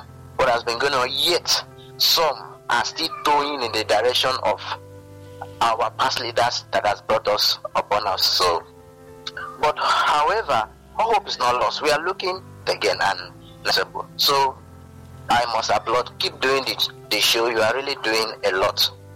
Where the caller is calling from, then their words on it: Rivers, Nigeria; calling from River State.